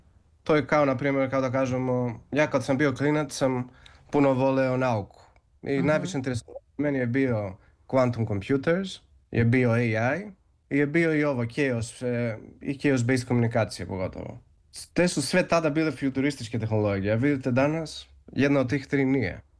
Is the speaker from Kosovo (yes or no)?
no; Greece; also born or lived in Scotland; Zato, kao Srbin i što sam porastao u Grčkoj, ovde sam puno se adaptirao na ovu grčku kulturu, slično kao srpskom.